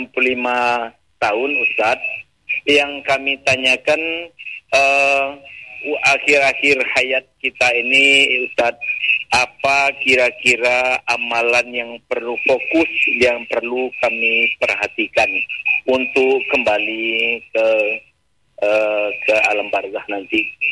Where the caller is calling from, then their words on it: Pasaman, West Sumatra, Indonesia; Iya, saya dari Pasaman, hamba Allah dari Pasaman, Sumatera Barat.